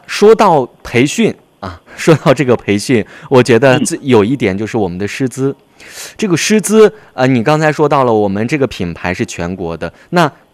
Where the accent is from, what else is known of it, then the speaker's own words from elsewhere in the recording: Xinjiang, China; 然后再回到新疆本地来反哺到我们家乡的市场